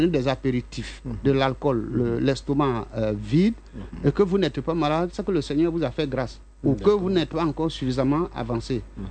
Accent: Côte d’Ivoire; Voilà, je suis du Grand Nord.

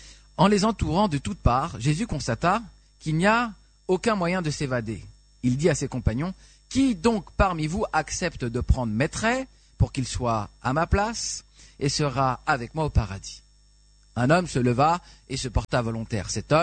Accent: Lyon, Auvergne-Rhône-Alpes, France; je viens de Lyon, en France.

